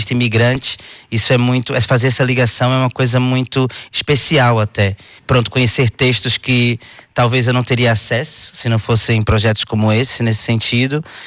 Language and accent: Portuguese; Salvador, Bahia, Brazil; now in Portugal; Eu sou de Salvador